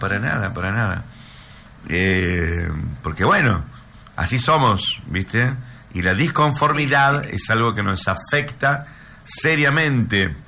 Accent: Argentina; somos argentinos

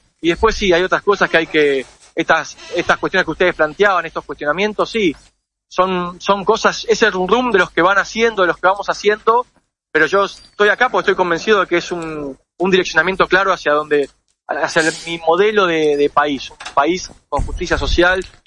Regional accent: Buenos Aires, Argentina; now in Salta, Argentina; Yo vengo de Buenos Aires. Créanme que acá todo es mucho más difícil.

